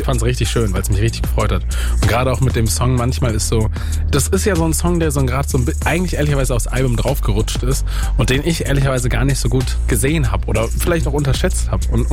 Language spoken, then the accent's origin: German; Bonn, North Rhine-Westphalia, Germany; now in Berlin, Germany; eigentlich komme ich aus Bonn. Ich wohne mittlerweile in Berlin, aber ich bin heute aus Celle eingereist